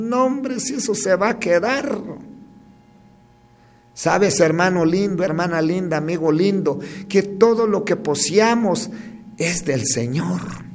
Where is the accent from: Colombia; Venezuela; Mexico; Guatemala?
Guatemala; nosotros como guatemaltecos, como chapines.